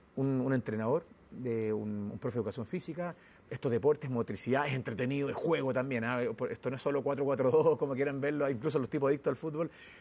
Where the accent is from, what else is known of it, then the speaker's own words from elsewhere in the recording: Rancagua, O'Higgins, Chile; yo soy de Rancagua, estaba trabajando en la India hace 20 años.